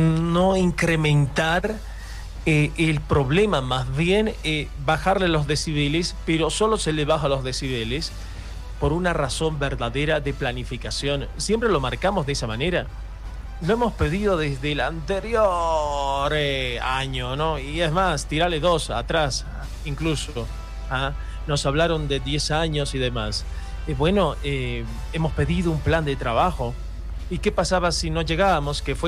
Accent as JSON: {"language": "Spanish", "country": "Bolivia", "said": "somos bolivianos"}